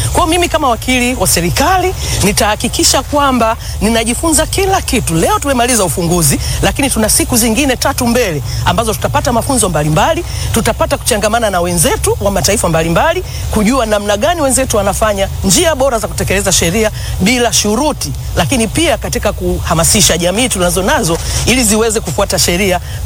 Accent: Tanzania; kule kwetu Tanzania.

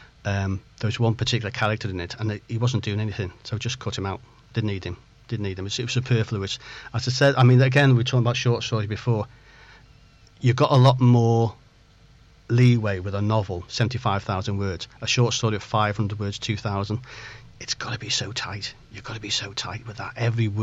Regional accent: Chester, North West England, United Kingdom; also born or lived in Barrow-in-Furness / Ulverston; now in Liverpool, United Kingdom; And I'm actually from Chester. I've lived in Liverpool for quite a few years

